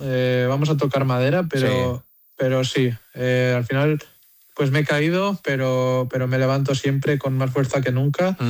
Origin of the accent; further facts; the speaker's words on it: L'Alfàs del Pi, Valencian Community, Spain; also born or lived in Benidorm; Nací en Benidorm, pero siempre me he criado en las Alfas del Pi. Y, o sea, empecé desde pequeño en las Alfas del Pi